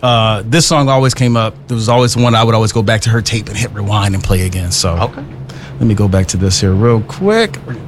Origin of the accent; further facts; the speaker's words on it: St. Paul, Minnesota, United States; You know, I grew up in St. Paul, not too far from, if you know where Urusso's is.